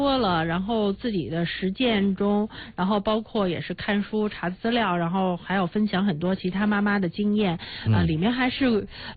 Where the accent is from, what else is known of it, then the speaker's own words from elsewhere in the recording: China; 我们中国人